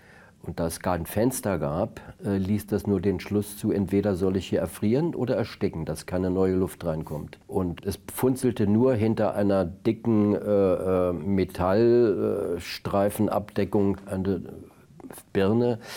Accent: Brandenburg, Germany; ich bin ja aus Brandenburg, wo ich dann in Strafhaft war

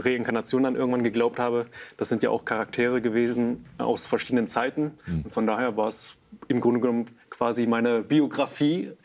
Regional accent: Germany; born there; ich bin zwar hier in Deutschland zur Welt gekommen und so weiter, aber meine Familie kommt eher aus einem nicht-deutschen Hintergrund

